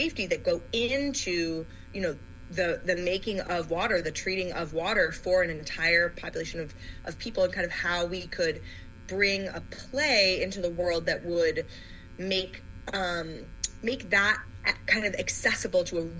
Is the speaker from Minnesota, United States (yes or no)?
no; Michigan, United States; I grew up in Michigan